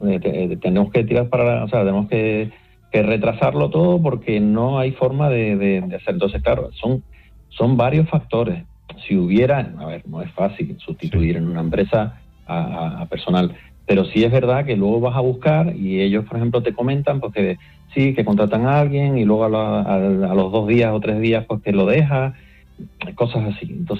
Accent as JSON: {"language": "Spanish", "town": "Puerto de la Cruz", "region": "Canary Islands", "country": "Spain", "said": "Hoy en día obra nueva, aquí en el puerto, yo soy de Puerto de la Cruz y aquí en el puerto no hay ninguna grúa."}